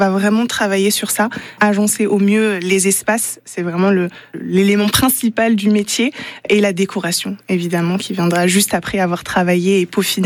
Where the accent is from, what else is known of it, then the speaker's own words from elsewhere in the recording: Mont-Saint-Aignan, Normandy, France; born there; Oui, je suis née à Mont-Saint-Aignan.